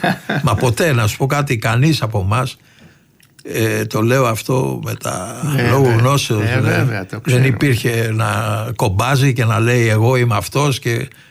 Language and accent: Greek; Greece; Γιατί εκτός του ότι είμαι Έλληνας